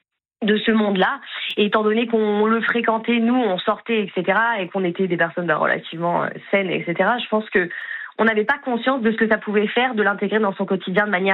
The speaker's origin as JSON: {"language": "French", "town": "Cannes", "region": "Provence-Alpes-Côte d'Azur", "country": "France", "tie": "born or raised there", "also_born_or_lived": "Lyon", "said": "C'est ça, mais je suis sur Cannes depuis que j'ai 4 ans, mais c'est vrai que j'ai pas trop l'accent du Sud."}